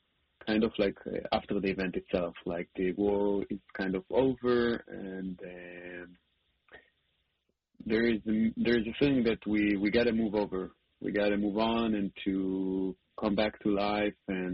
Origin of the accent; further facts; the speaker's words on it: Holon, Tel Aviv District, Israel; Holon, my hometown.